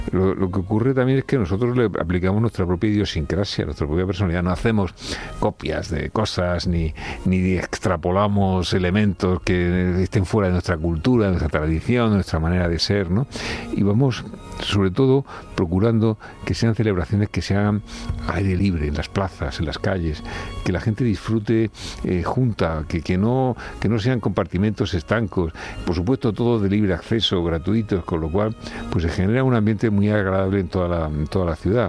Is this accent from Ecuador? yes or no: no; Murcia, Region of Murcia, Spain; born there; Mis padres tampoco eran de Murcia, entonces pues yo ya nací en Murcia, todos mis hermanos